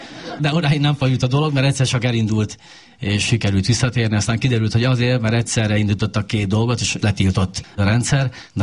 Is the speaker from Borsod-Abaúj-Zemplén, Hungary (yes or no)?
yes; Szerencs, Borsod-Abaúj-Zemplén, Hungary; Mi Szerencséről származunk, Borsod megyéből